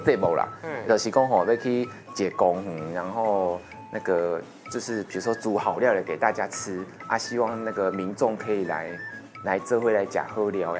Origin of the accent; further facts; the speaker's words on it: Taiwan; 我们这个身为台湾人代表，